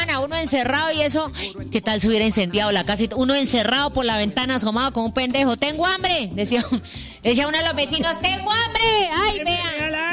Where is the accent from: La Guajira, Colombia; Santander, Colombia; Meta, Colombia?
Santander, Colombia; San Vicente de Chucurí; Yo soy de San Vicente de Chucurí.